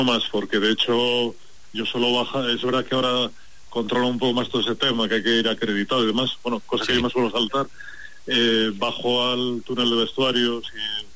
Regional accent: Lugo, Galicia, Spain; born there; now in Avilés, Spain; yo he nacido en Lugo. En la Milagrosa. Ajá. En el año 73, o sea, sí. Que eso porque mi familia es padres y abuelos todos gallegos

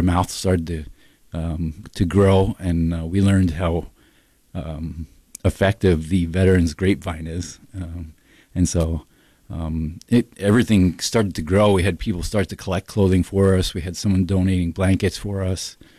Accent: New York, United States; moved away; I grew up in New York, so I was familiar with homeless people. Obviously, I am a veteran.

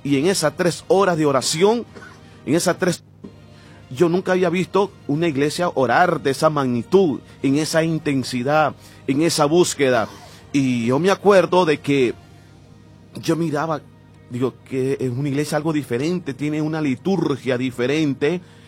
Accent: Nicaragua; y allá en Nicaragua, en mi país, se le llaman mosca

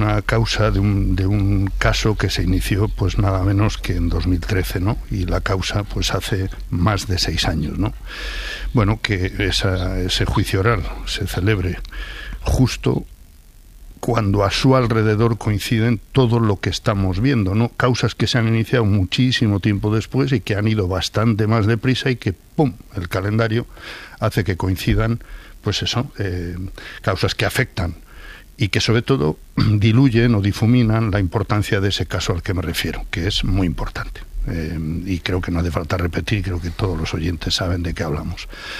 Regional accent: León, Castile and León, Spain; No, para, soy, para, de León.

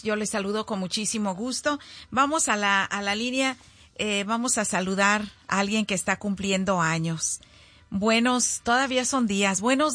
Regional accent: Zacualco de Torres, Jalisco, Mexico; Que alguien sea de allá, de mi pueblo, de Zacualco, de Torres.

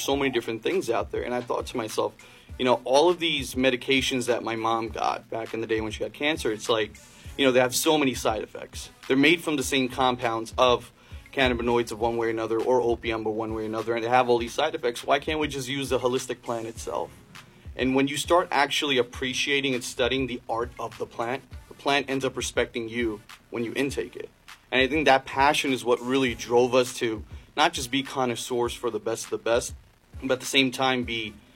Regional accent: Queens, New York, United States

